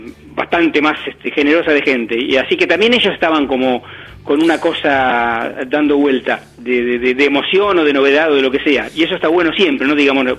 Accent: La Plata, Buenos Aires Province, Argentina; yo soy de La Plata, yo soy hincha de Gimnasia

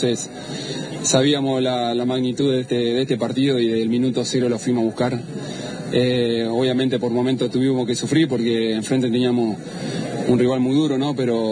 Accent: Argentina; Somos todos argentinos en este momento

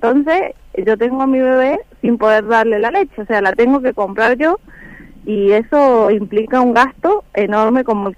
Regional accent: San Martín, Mendoza, Argentina; No, yo soy de acá, de San Martín.

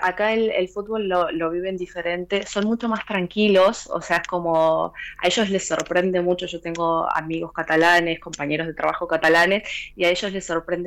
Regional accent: Argentina; somos todos argentinos, nos juntamos argentinos

